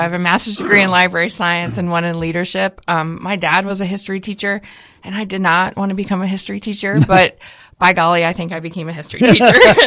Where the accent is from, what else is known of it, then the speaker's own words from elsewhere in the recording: West Virginia, United States; moved away as an adult; now in Bagley, Minnesota, United States; I grew up in West Virginia in a town that's a little bit smaller than Bagley. I don't think it has a traffic light still.